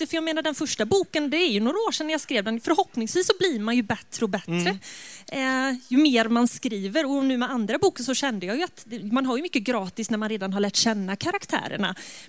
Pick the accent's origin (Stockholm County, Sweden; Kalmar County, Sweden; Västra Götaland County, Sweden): Västra Götaland County, Sweden; Falköping; moved away; min uppväxtstad, min ort liksom Falköping, som kanske inte ser mycket ut för världen.